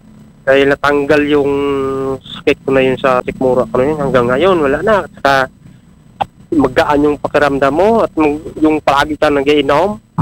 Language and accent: Tagalog; Magsaysay, Mimaropa, Philippines; Hindi, Kalawag po, Magsaysay, Occidental Mindoro.